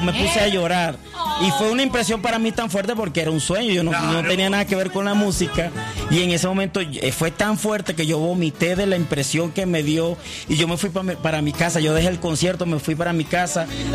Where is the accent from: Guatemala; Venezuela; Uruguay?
Venezuela; moved away; yo soy venezolano, tengo nacionalidad colombiana también, mis padres son colombianos.